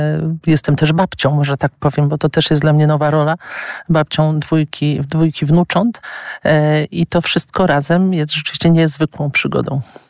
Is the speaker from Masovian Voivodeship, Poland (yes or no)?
yes; Warsaw, Masovian Voivodeship, Poland; wychowałam się w rodzinie wielodzietnej, w dużym mieście w Warszawie, ale w rodzinie wielodzietnej.